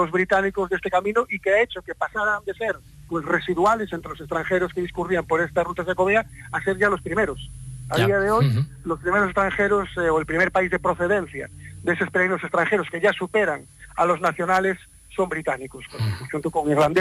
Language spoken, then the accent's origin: Spanish; Pontedeume, Galicia, Spain; yo suelo ser muy ecuánime cuando hablo de mi pueblo y me reafirmo, ¿no?, que es uno de los entornos más bonitos de Galicia. Ponte de Eume es un municipio